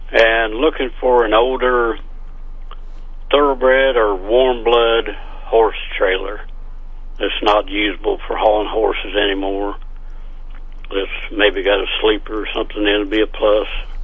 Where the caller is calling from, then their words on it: Marceline, Missouri, United States; Marceline.